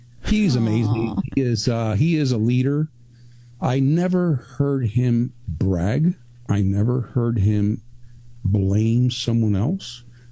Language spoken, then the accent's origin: English; Mexico; also born or lived in Cuba; I was born in Cuba. We left after the revolution, came to the U.S., became U.S. citizens, and then moved to Mexico. And that's where I went to school, junior high school, high school.